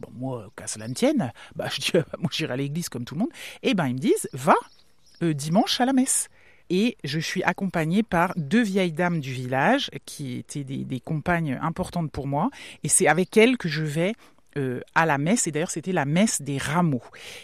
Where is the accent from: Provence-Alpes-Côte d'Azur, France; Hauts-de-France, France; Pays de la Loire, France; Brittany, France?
Brittany, France; Or, moi, vraiment, je suis une fille des terres. Je suis une bretonne et je ne fais pas de bateau, quoi.